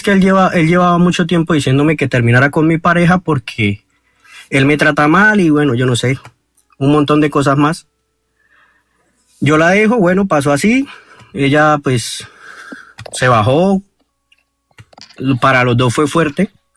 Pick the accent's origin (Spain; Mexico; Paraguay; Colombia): Colombia; Bucaramanga, Santander; pues yo soy de aquí, de Bucaramanga.